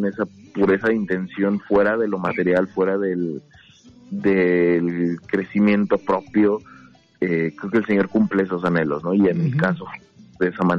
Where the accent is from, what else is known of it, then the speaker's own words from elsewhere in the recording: Toluca, State of Mexico, Mexico; now in near Mexico City, Mexico; Soy originario de Puerto Luca, pero sí radico ahí cerca de la Ciudad de México